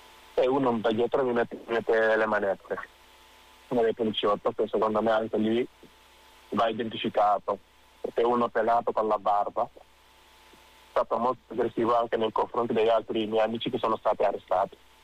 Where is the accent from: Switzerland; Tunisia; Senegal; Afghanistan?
Senegal; Italian is a second language; moved away as an adult; now in Italy; vengo dal Senegal, di origine senegalese ovviamente. Sono in Italia dal 2011